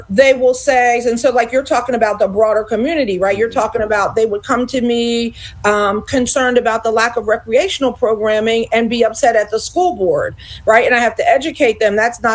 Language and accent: English; Montgomery County, United States; I come from Montgomery County.